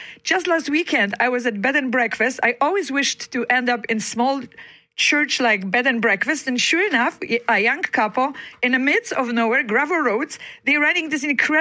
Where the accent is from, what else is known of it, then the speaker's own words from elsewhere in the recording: Poland; now in Manitoba, Canada; when I was a small child living and growing up in Poland